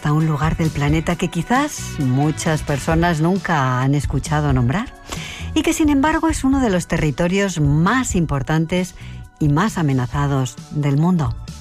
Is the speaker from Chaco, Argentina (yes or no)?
yes; Chaco, Argentina; Yo me siento una chaqueña